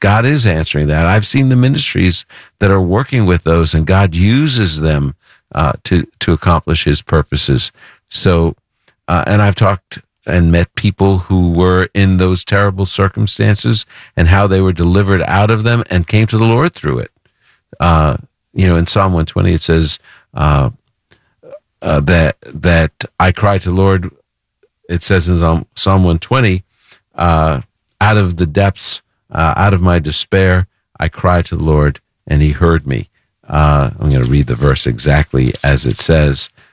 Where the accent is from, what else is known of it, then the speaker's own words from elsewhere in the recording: New York City, New York, United States; because I'm from Brooklyn.